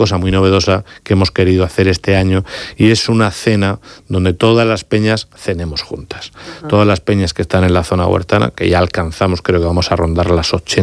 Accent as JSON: {"language": "Spanish", "town": "Santomera", "region": "Region of Murcia", "country": "Spain", "said": "Yo soy un enamorado de mi pueblo, soy alcalde, además se me nota."}